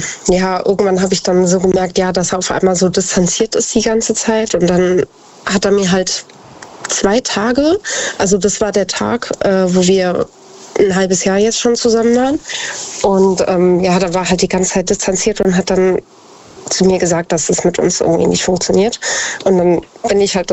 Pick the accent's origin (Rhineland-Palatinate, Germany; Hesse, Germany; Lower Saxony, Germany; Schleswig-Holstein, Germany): Hesse, Germany; Idstein; Ich komme aus der Nähe von Wiesbaden. Ich komme aus Edstein.